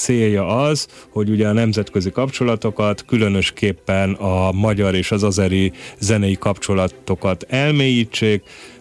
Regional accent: Hungary

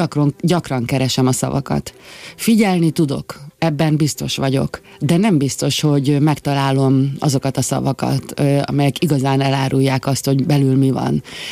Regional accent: Bonyhád, Tolna, Hungary; én emlékszem arra a kislányra … aki ül otthon Bonyhádon az udvaron

